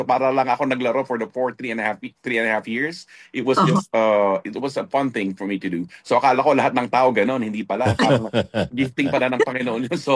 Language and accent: Tagalog; Urdaneta, Ilocos Region, Philippines; also born or lived in Manila, Philippines; now in United States; Sa Pilipinas po. Doon sa Pangasinan, I went to school in Urdaneta City.